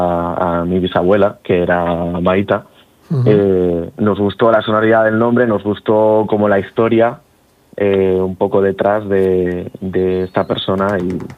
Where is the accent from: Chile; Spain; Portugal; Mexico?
Spain; Region of Murcia; now in Madrid, Spain; Tanto María Ángela, bajista, como yo somos de Murcia. Entonces, pues eso, aunque el proyecto nace y nosotros vivimos en Madrid, pues estamos muchísimo en Murcia.